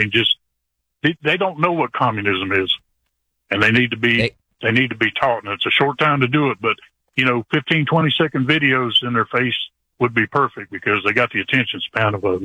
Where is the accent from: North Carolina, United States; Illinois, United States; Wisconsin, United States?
North Carolina, United States; Climax